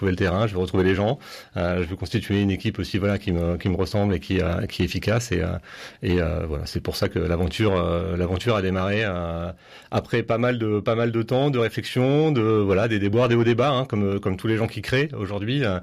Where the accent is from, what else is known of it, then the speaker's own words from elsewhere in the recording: Angoulême, Nouvelle-Aquitaine, France; moved away as an adult; je suis un produit charentais à la base, donc né à Angoulême. J'ai grandi à Angoulême. J'ai fait une partie de mes études à Angoulême, puis après, je me suis un petit peu expatrié.